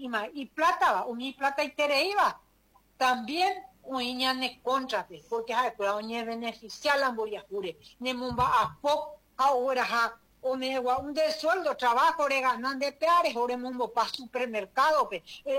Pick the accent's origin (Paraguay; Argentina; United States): Paraguay; Seres humanos y lo que somos paraguayos, padres de familia